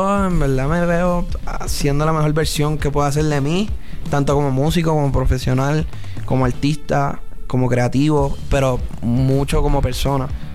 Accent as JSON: {"language": "Spanish", "country": "Puerto Rico", "said": "Yo vengo de Puerto Rico."}